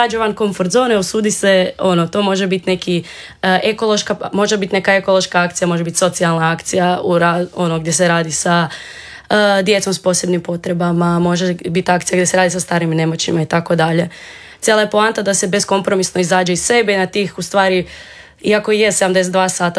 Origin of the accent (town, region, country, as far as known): Croatia